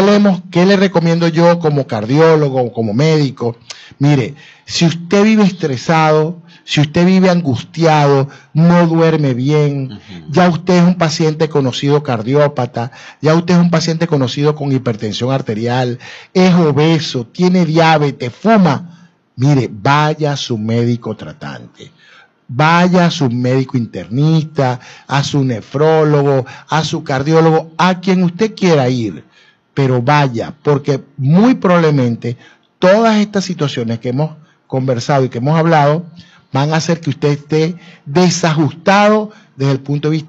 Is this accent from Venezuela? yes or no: yes; Venezuela; Pero yo estoy seguro, como somos los venezolanos, no solamente vamos a lograrlo